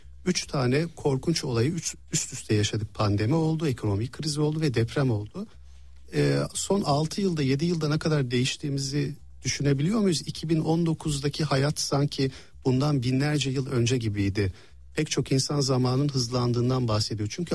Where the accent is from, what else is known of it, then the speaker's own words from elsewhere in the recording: Istanbul, Turkey; Ben İstanbul'da doğdum büyüdüm, hatta Ortaköy'de doğdum. Hı hı. Ve 10 yaşıma kadar da orada yaşadık, sonra Kadıköy'e geçtik.